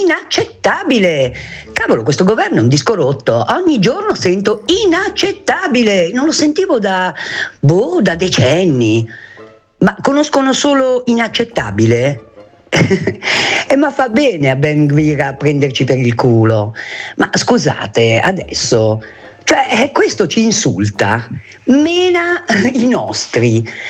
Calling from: Milan, Lombardy, Italy; da Milano.

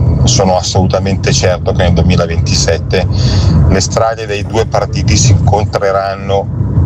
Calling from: Lecco, Lombardy, Italy; da Lecco.

